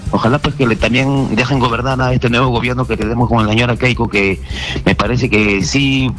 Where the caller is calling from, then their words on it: Ica province, Ica, Peru; de la provincia de Ica.